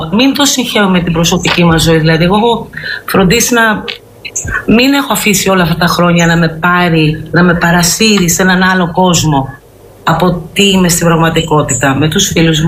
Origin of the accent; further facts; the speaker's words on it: Zimbabwe; now in Greece; γεννήθηκα μεγάλωσα στη Νότια Αφρική, πρώην Ροδεσία, είναι Ζιμπάμπουε.